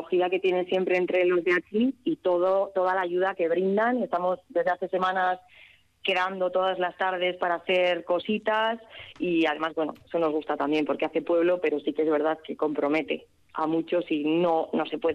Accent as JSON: {"language": "Spanish", "town": "Labraza", "region": "Basque Country", "country": "Spain", "said": "Es mi pueblo"}